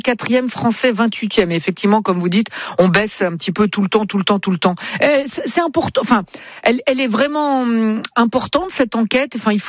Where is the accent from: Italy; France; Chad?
Italy; Moi, je suis italien, moi. Je parle avec les mains, moi, tu le sais bien.